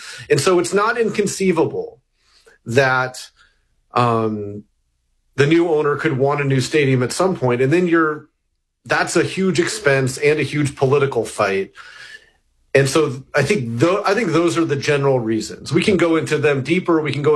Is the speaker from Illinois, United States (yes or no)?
no; Alaska, United States; growing up in Alaska